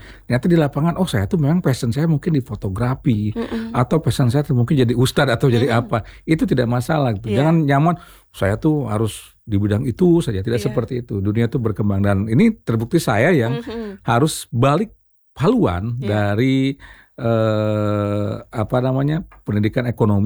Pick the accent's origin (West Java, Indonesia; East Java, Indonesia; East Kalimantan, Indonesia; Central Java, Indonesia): West Java, Indonesia; Tasikmalaya; also born or lived in Ciamis; Ya, saya sampai SMA di Tasik, kemudian saya melanjutkan di Sekolah